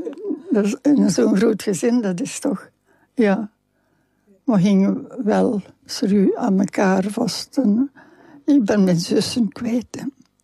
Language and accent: Dutch; Flanders, Belgium; ja, maar ik ben een Vlaming.